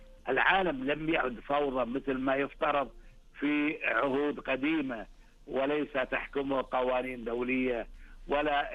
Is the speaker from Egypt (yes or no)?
no; Kuwait; عندنا بالكويت